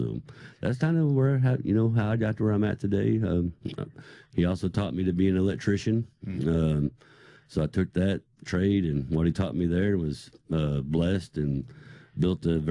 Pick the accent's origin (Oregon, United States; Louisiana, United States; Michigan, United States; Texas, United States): Texas, United States; But so I grew up in Texas, been there pretty much all my life.